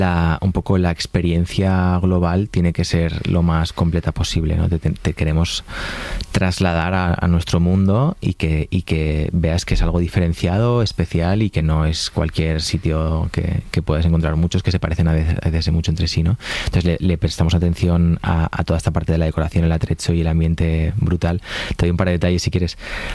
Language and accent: Spanish; Valencian Community, Spain; Me gusta hacer paellas, los domingos hago paellas como buen valenciano en casa